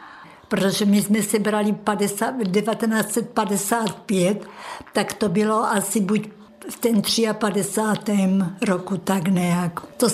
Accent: Hroznová Lhota, South Moravian Region, Czechia; Já pocházím z Hroznové Lhoty, rodačka z Hroznové Lhoty.

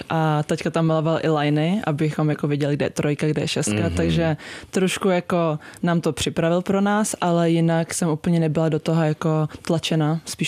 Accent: Prague, Czechia; Jsem z Prahy

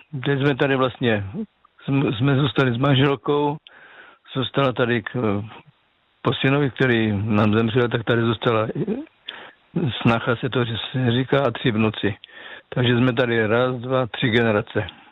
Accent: South Moravian Region, Czechia; já pocházím z Moravského Slovácka a tam jsme vlastně byli 3 generace babičky, rodiče a my kluci jako

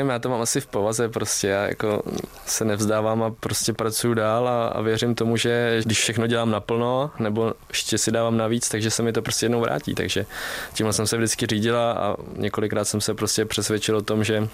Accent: Vysočina Region, Czechia

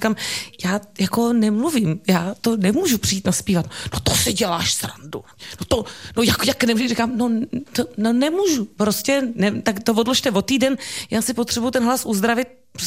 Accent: Prague, Czechia; Tak logicky přirozeně já jsem byla z Prahy, měl ten pocit, že bych měla třeba sem jít nebo něco.

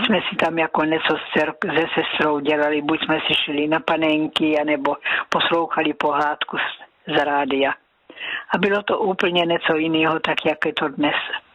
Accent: Násedlovice, South Moravian Region, Czechia; ja sem pocházím z Násedlovic, a přes pole sme chodili do Klobouk do Brna, u Brna, teda Klobouky u Brna, tam sme chodili do kostela.

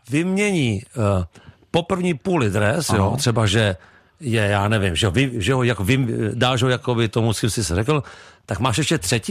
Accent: Prague, Czechia; born or raised there

